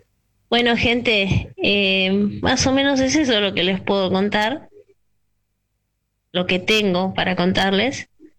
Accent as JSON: {"language": "Spanish", "region": "Buenos Aires", "country": "Argentina", "tie": "born or raised there", "said": "nací y viví hasta casi mi adolescencia en Palermo, en el barrio de Palermo, acá en Buenos Aires."}